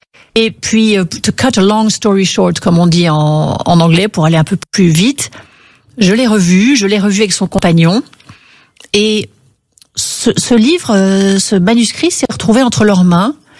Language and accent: French; France; je suis française